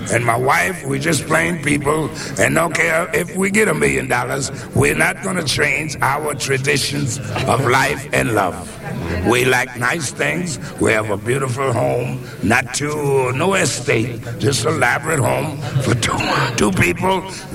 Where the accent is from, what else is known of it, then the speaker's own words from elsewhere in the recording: New Orleans, Louisiana, United States; Well, I'm from New Orleans, quite naturally. I love red beans and rice.